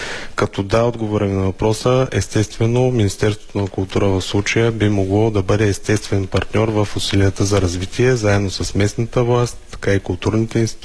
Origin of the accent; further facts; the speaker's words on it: Haskovo, Haskovo Province, Bulgaria; born there; now in Dimitrovgrad, Bulgaria; роден съм в Хасково, но съм израснал.